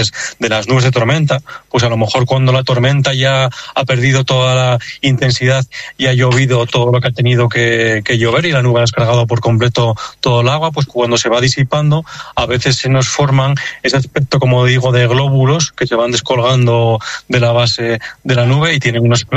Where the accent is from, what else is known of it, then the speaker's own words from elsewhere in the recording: Asturias, Spain; yo soy de Asturias